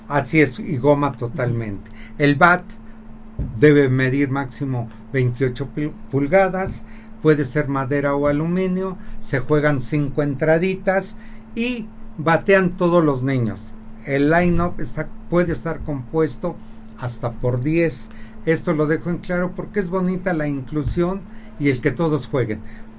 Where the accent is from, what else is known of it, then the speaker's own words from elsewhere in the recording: Puebla, Mexico; born there; soy poblano de nacimiento y de todo corazón siempre